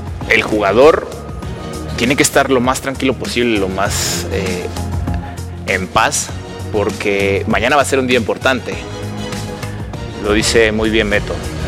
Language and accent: Spanish; Mexico; Porque esto es México, lo que estamos viviendo es México. Nosotros somos ese país